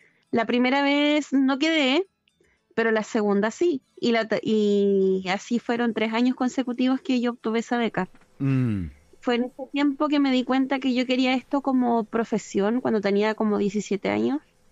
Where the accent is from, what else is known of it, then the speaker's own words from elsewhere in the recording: Osorno, Los Lagos, Chile; also born or lived in Rupanco, Puerto Octay; yo he pasado mi vida en Osorno también, nací en el Hospital Base, pero mi tugún, como decimos en Chesungún, está en Pellinada, en Rupanco. Y Rupanco pertenece a Puerto Octay.